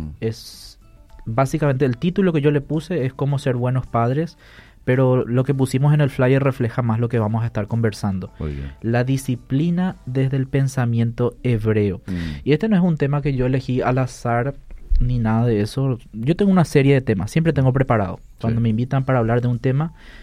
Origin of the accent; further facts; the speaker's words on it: Paraguay; first language Guarani; Spanish is a second language; nuestra lengua materna, que es el guaraní.